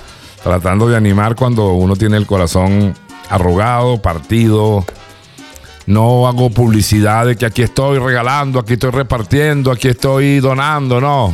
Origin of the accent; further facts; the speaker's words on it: La Guaira, Venezuela; also born or lived in Maiquetía; nací en Maiquetía, en la clínica San José. Estuve hasta los 10 años, me crié hasta los 10 años en La Guaira.